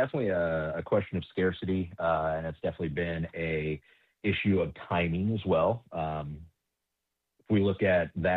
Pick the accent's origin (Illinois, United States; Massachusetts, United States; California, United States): Illinois, United States; Gibson City; now in Bloomington, United States; I'm actually based in Bloomington, but my hometown is Sisson Park, Illinois.